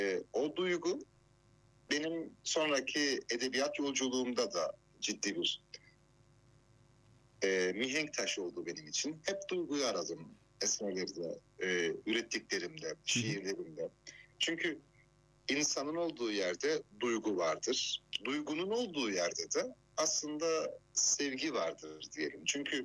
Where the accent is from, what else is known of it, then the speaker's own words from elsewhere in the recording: Cyprus; kalabalık bir ailede büyüyerek doğan bir adalıyım aslında, bir Kıbrıslıyım ki tüm özelliklerini taşıyoruz adalı olmanın.